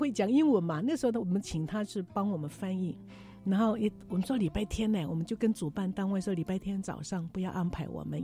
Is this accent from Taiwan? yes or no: yes; Taiwan; 你只要告诉他我们是台湾的